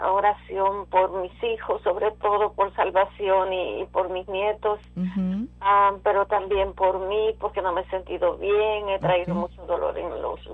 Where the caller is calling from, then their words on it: Alamo, Texas, United States; De Álamo.